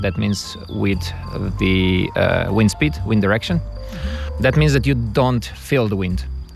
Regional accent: Celje, Savinja, Slovenia; English is a second language; I'm coming from Celje, and I'm a balloon pilot.

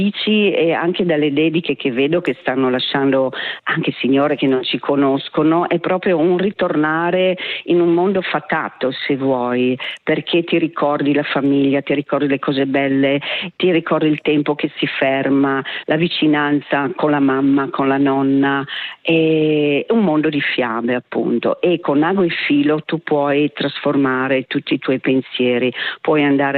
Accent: Timau, Friuli-Venezia Giulia, Italy; sono originaria proprio di Timau

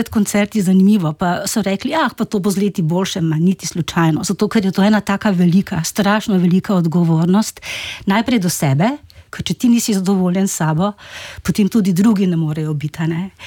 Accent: Ruše, Drava, Slovenia; sem poslušala jazz program, to je bil Radio Maribor, ker sem iz Ruš.

